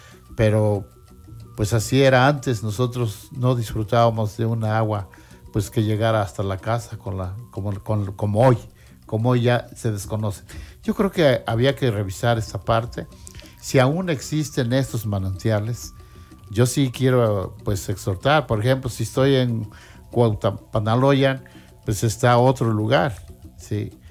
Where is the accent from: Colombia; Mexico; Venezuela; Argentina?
Mexico; en mi tierra, por allá en mi pueblo de Soquiapa.